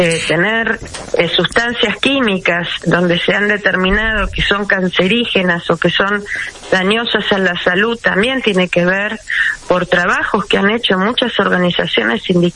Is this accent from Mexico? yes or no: no; Argentina